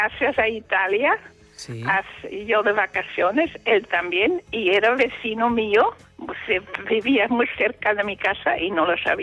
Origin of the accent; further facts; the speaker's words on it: Antwerp, Flanders, Belgium; moved away as an adult; now in Spain; yo he nacido en Bélgica, soy de Bélgica, pero con 28 años vino a vivir en España. Ahora tengo la nacionalidad española porque llevo aquí 57 años.